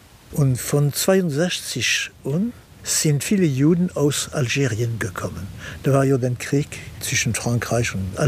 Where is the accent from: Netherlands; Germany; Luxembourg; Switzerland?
Luxembourg; Wir sind Luxemburger mit jüdischer Religion.